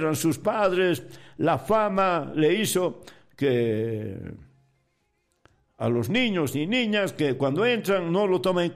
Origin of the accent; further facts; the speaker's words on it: Bolivia; born there; Soy de Muyuquiri, sí. Ahí nací, pero Muyuquiri pertenece a Bolivia, sí.